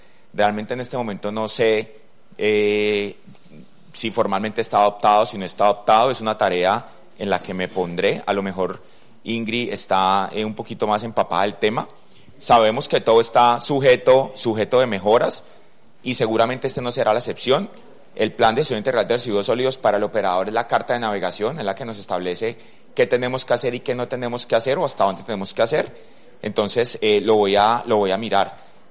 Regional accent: Buenaventura, Valle del Cauca, Colombia; Soy de Buenaventura y me duele Buenaventura.

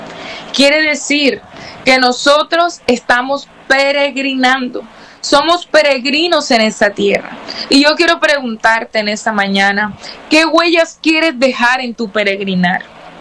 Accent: Colombia; born there; moved away; Yo nací en Colombia, soy colombiana.

